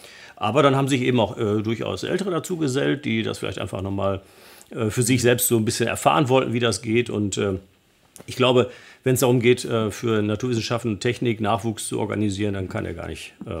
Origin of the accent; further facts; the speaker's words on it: North Rhine-Westphalia, Germany; Aus meiner Heimatstadt die liegt so am Rande der Soester Börde, da haben wir schon relativ hohe Bodenzahlen.